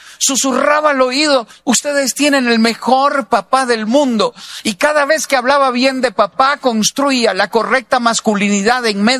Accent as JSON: {"language": "Spanish", "country": "Costa Rica", "said": "somos de Costa Rica"}